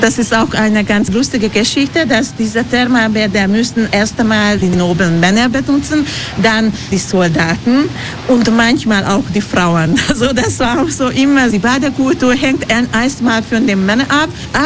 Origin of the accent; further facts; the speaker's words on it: Budapest, Hungary; German is a second language; Bei uns in Ungarn, in Budapest, finden sie Ilice.